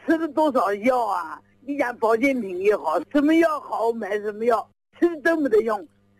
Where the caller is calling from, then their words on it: Nanjing, Jiangsu, China; accent: Nanjing accent; 我也是南京的。